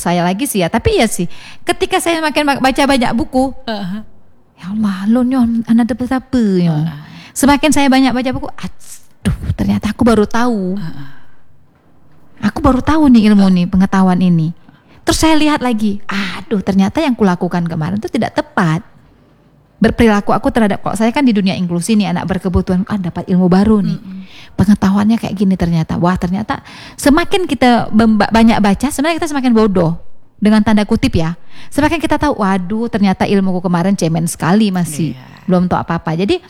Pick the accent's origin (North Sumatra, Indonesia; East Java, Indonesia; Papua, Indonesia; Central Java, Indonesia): North Sumatra, Indonesia; kalau kami orang Batak ini kan kau itu biasa, ya kan?